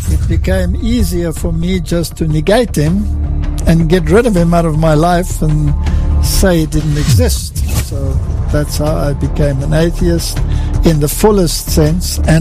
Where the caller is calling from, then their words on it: Hoedspruit, Limpopo, South Africa; We're in a town called Hoedspruit, which translated means Hat Creek